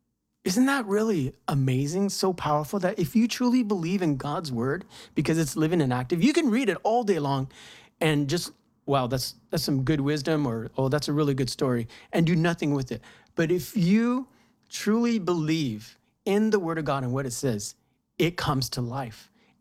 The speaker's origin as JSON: {"language": "English", "country": "United States", "said": "I'm Mexican American. I can speak a little bit of Spanish."}